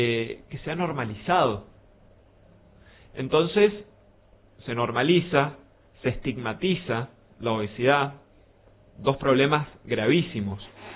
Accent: Argentina

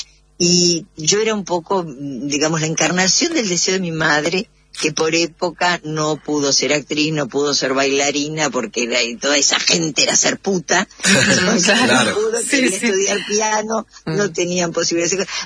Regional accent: Buenos Aires, Argentina; Yo nací en Cava, nací en la ciudad de Buenos Aires, y los primeros años, hasta los 9 años, vivíamos con mi mami y con mi papá en la casa con mis abuelos, porque venimos de familia humilde

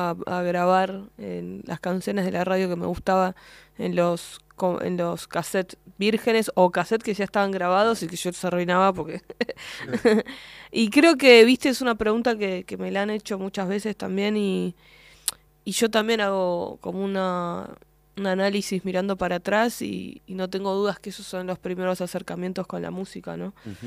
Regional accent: Argentina; yo como ciudadana que soy, como argentina que soy, deseo que mi país también siga estando

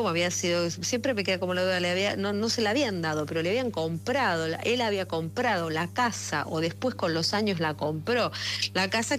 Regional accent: Buenos Aires, Argentina; Yo soy de Barracas.

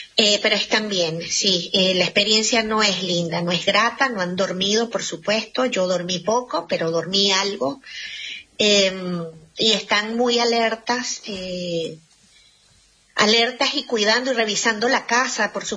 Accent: Mérida, Venezuela; moved away; Yo soy de Mérida, tengo familia en Mérida, en los Andes venezolanos.

